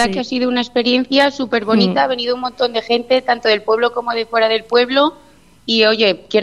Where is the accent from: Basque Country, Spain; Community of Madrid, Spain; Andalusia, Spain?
Community of Madrid, Spain; Madrid; De Madrid, pero enamorada de Fania. Yo ya me quedo aquí, si me dejáis, ¿eh?